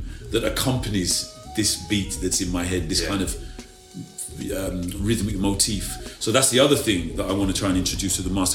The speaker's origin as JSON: {"language": "English", "region": "England", "country": "United Kingdom", "tie": "born or raised there", "said": "it's rooted in Yoruba, but I have this UK perspective. Why? Because I grew up here."}